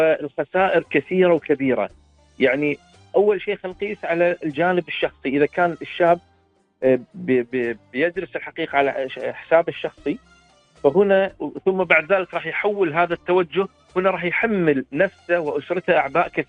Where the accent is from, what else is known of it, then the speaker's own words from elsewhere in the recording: Kuwait; ديرتنا الحبيبة الكويت